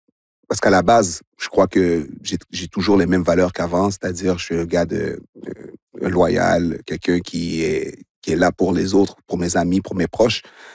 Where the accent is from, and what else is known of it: Montreal, Quebec, Canada; born or raised there